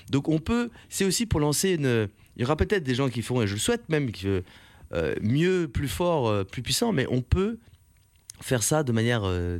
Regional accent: Paris, Île-de-France, France; born there; moi, je suis né Paris 20e.

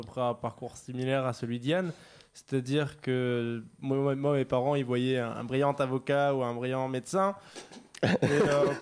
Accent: Montpellier, Occitanie, France; une école de musique à Montpellier, de là d'où je viens.

